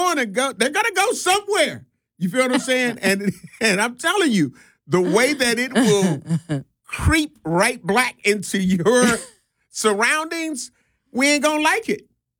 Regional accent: Chicago, Illinois, United States; I'm from Chicago, and I've been living here for

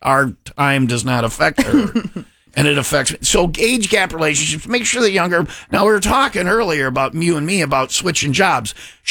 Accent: Burlington, United States; I grew up in Burlington.

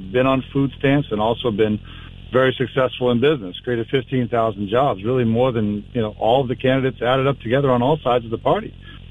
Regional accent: Maine, United States; I grew up in Maine. My wife grew up in Maine. Our kids did. They all went to the same high school I did. We still have one in school. So we're experienced with, you know, real life in Maine from our whole childhood here and our kids' childhood here.

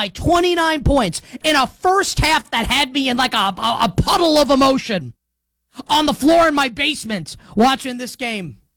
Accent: New York, United States; 100 guns and 100 clips, because we're from New York

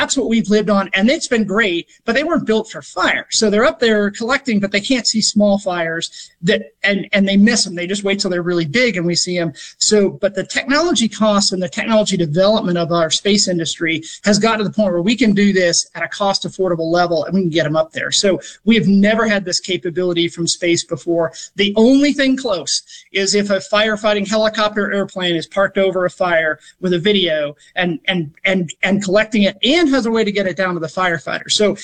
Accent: Gulf Coast, United States; born or raised there

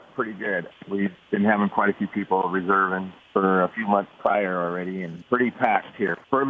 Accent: Dallas, South Dakota, United States; moved away as an adult; also born or lived in Los Angeles, California; I was born and raised in Dallas, South Dakota, and joined the military and went all over the world, I guess, traveled, and then ended up retiring as a mail carrier out of Los Angeles, California. Then I ended up moving back here.

